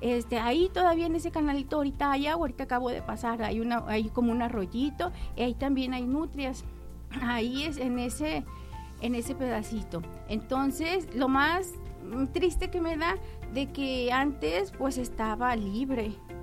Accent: Tepic, Nayarit, Mexico; Yo pues aquí crecí en Tepic, uh-huh, aquí estuve aquí en la primaria, y vivo cerquitas de un punto donde crecen juncos

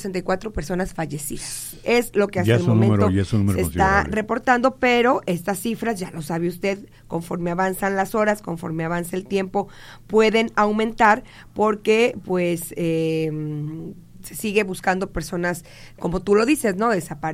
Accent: Mexico; en México tenemos un excelente equipo de rescate

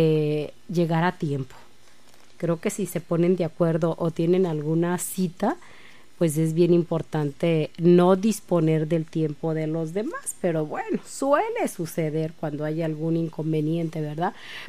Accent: Mexico; nosotros como mexicanos siempre andamos llegando tarde.

